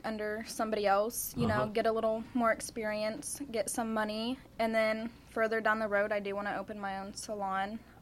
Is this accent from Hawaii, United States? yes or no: no; Sedalia, Missouri, United States; I'm from Sedalia, Missouri.